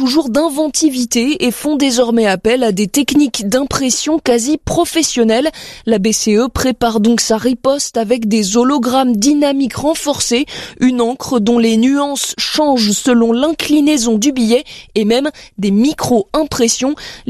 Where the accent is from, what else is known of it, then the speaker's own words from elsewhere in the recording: France; Mais chez nous, en France